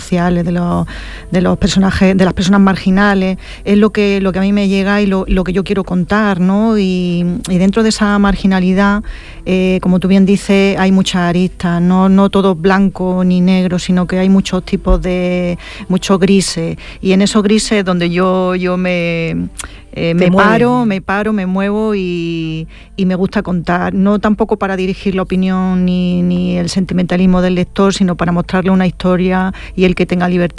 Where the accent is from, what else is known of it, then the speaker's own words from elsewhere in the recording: Andalusia, Spain; se me da en mi tierra, en Andalucía